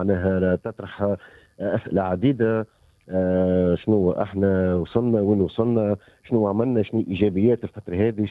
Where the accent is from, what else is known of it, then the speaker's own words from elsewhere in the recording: Tunisia; عشناها احنا التوانسة الكل